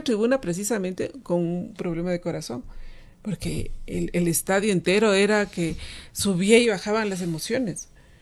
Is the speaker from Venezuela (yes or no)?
no; Ecuador